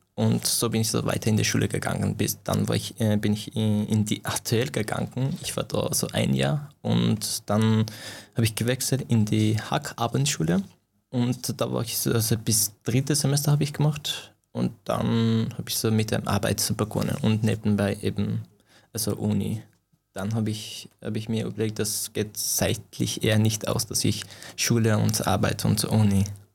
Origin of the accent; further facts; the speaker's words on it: Afghanistan; now in Austria; Natürlich, jetzt sage ich, okay, Österreich. Aber ich sehe mich nicht so, natürlich, ich komme ursprünglich aus Afghanistan, aber ich fühle mich nicht so richtig in Afghaner.